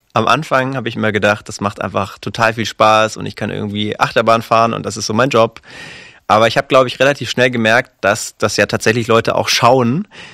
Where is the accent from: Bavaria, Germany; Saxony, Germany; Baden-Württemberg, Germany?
Baden-Württemberg, Germany; Stuttgart; Ich komme ja aus Stuttgart.